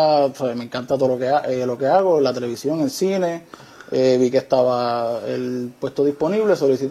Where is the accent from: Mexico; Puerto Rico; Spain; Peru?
Puerto Rico; Carolina; Carolina.